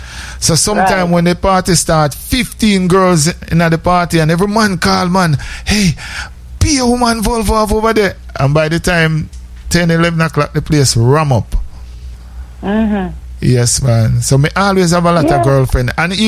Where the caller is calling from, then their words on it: Saint Mary, Jamaica; I'm from St. Mary.